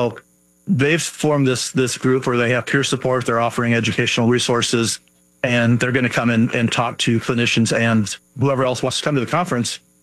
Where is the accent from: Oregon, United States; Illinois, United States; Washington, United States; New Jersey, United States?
Illinois, United States; born there; also born or lived in Michigan, United States; Actually, I was born in Illinois. I've been kind of bounced around the country. I lived in Michigan most recently for about 25 years and made my way back to Illinois about 4 years ago.